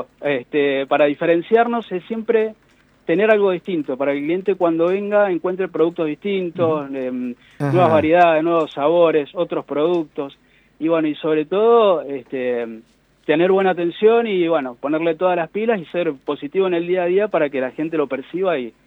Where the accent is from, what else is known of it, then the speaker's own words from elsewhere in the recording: Mendoza, Argentina; moved away; also born or lived in Comodoro Rivadavia, Chubut; Sí, de acá. Sí. Mendocino nada más que vivimos mucho tiempo fuera de la provincia.